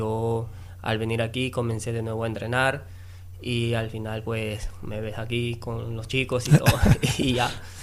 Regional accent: Trujillo, La Libertad, Peru; Yo soy de Perú. Yo vivo en la ciudad de Trujillo

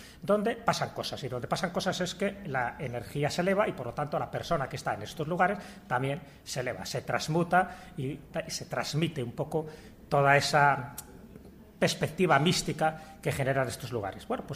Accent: Spain; born there; como yo vivo en España, he nacido en España, pues evidentemente tiro para mi lugar

